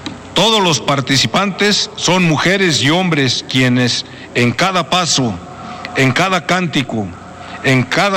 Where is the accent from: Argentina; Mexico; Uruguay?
Mexico; el valor, la entrega y el espíritu de unidad que nos distingue como mexicanos.